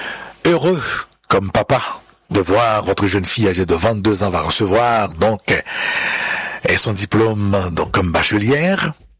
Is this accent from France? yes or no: no; Haiti; pour dire que je viens d'un pays. Je viens d'Haïti. Je suis originaire d'Haïti.